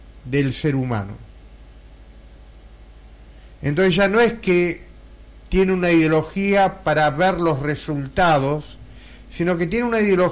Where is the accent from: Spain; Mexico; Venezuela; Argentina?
Argentina; nos divide como argentinos.